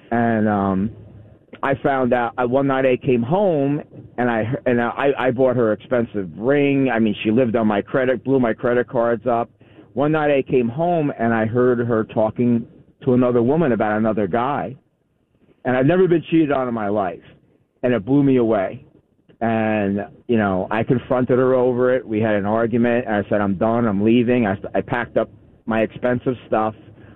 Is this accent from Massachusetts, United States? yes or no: no; New Jersey, United States; I grew up in New Jersey, you know, and New Jersey, you know